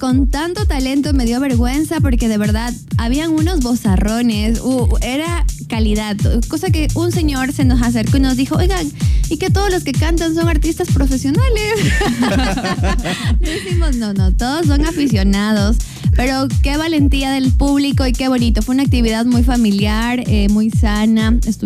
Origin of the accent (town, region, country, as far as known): Ecuador